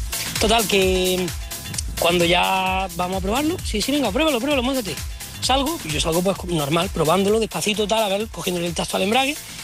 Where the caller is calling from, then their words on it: Jaén, Andalusia, Spain; soy de Jaén